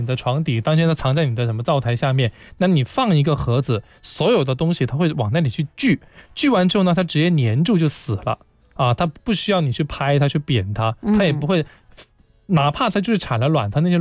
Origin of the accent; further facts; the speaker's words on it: Guangzhou, Guangdong, China; 我们广州人以前会吃水蟑螂